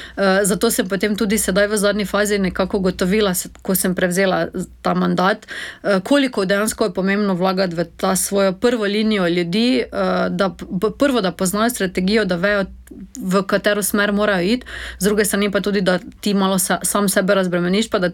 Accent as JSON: {"language": "Slovenian", "town": "Maribor", "region": "Drava", "country": "Slovenia", "said": "Jaz sem sama Mariborčanka, živim v centru mesta"}